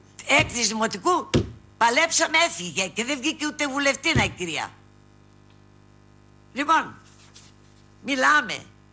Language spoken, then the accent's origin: Greek; Macedonia, Greece; born or raised there